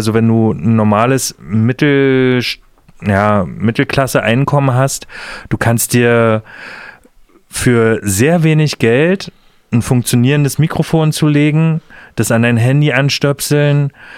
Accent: Germany; now in Dresden, Germany; ich bin in der DDR groß geworden

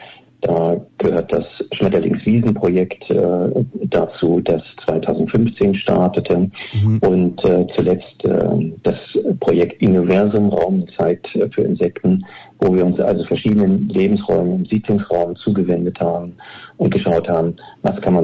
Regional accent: East Germany, Germany; born there; ich bin ein Kind des Ostens und da war man nicht ganz so frei in der Berufswahl.

